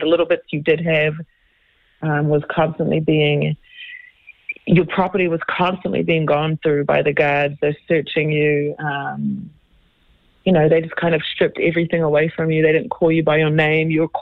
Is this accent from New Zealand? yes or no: yes; New Zealand; now in Wisconsin, United States; I'm from New Zealand, Australian over here.